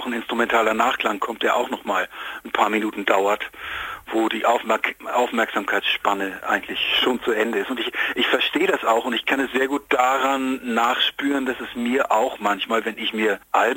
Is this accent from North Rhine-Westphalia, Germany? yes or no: no; Hamburg, Germany; Und ich meine, ich komme ja aus Hamburg, hier gibt es ja jede Menge Clubs